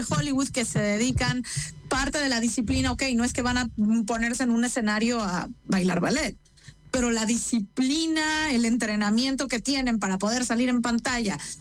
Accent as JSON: {"language": "Spanish", "country": "Mexico", "said": "ofende, a mi punto de vista, como mujer y como mexicana, me sentí ofendida."}